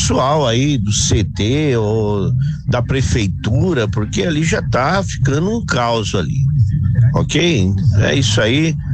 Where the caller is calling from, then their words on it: São Paulo, Brazil; sou aqui da Penha.